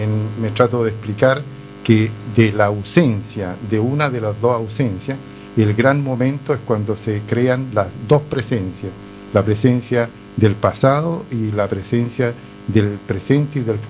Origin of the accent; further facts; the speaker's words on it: Chile; moved away as an adult; now in Italy; Sí, yo llegué a Italia solo. O sea, yo salí de Chile a través de la embajada italiana en Santiago.